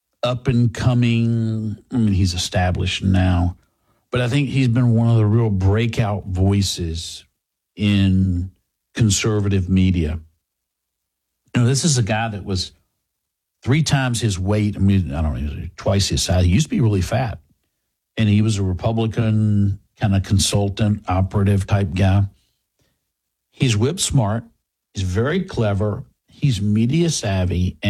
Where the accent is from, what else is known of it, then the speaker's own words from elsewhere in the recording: Texas, United States; As a Texan, I will defer to him, having said it well.